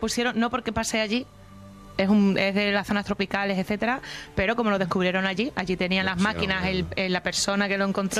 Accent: Ceclavín, Extremadura, Spain; also born or lived in Cáceres

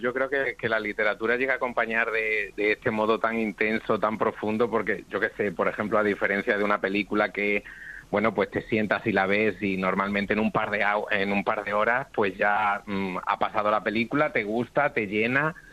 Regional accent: La Nava, Spain; moved away; mi pueblo, que es donde pasé mi infancia y mi adolescencia

